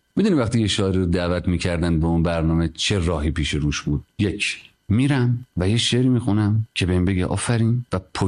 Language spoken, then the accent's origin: Persian; Varamin, Tehran Province, Iran; برای اینکه من تو ورامین بزرگ شدم، بعد می اومدم نگاه می کردم